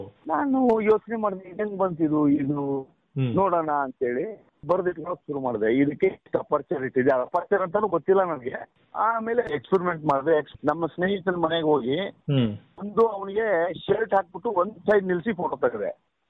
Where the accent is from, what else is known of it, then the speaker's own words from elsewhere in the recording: Bagalkot, Karnataka, India; ನಾವು ಮೂಲತಃ ನಮ್ದು ಬಾಗಲಕೋಟೆ, ಮೂಲತಃ ಉತ್ತರ ಕರ್ನಾಟಕದವರು.